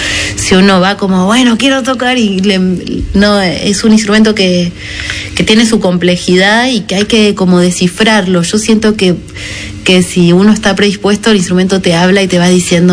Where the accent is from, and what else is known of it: Trevelin, Chubut, Argentina